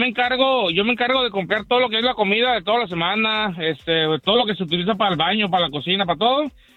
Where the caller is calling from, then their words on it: Tijuana, Baja California, Mexico; de Tijuana.